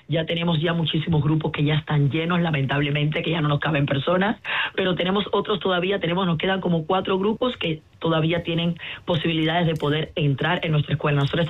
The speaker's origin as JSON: {"language": "Spanish", "region": "Havana", "country": "Cuba", "moved": "yes", "lives_now": "Cádiz, Spain", "said": "porque como somos los dos de La Habana y bailamos, siempre hemos bailado"}